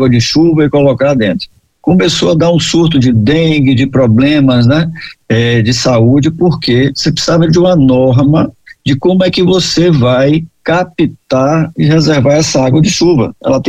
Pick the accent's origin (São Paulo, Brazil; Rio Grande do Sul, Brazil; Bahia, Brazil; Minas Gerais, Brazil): Bahia, Brazil; eu sou do Nordeste, né, na Bahia, e você já convive com isso